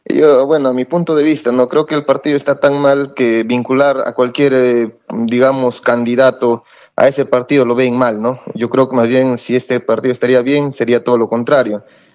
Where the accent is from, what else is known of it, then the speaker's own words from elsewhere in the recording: Villarrica, Pasco, Peru; yo soy de Villarrica, la población me conoce